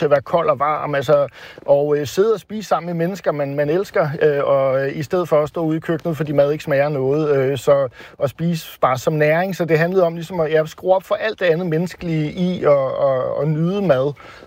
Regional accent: Måløv, Capital Region of Denmark, Denmark; nede i Måløv, hvor jeg er vokset op

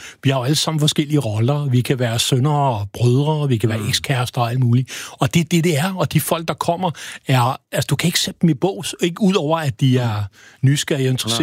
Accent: Copenhagen, Capital Region of Denmark, Denmark; jeg er jo, som man måske ikke hører på mig, jeg er fra hovedstaden, jeg er fra København

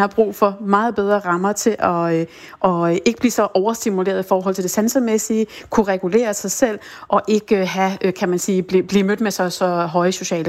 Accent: Capital Region of Denmark, Denmark; men jeg gætter på, at hvis jeg ikke har opdaget det som bornholmer, så har min målgruppe måske heller ikke i tilstrækkelig grad opdaget det her fantastiske tilbud.

